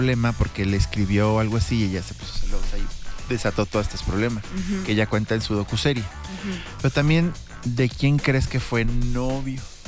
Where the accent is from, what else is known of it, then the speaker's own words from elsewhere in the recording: San Luis Potosí, Mexico; born there; se presentó el día de ayer mi pueblo, mi ciudad que me vio nacer